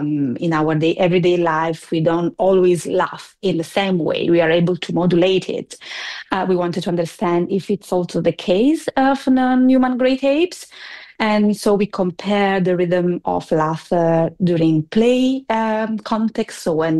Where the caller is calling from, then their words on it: Italy; At this moment, I'm speaking from Italy.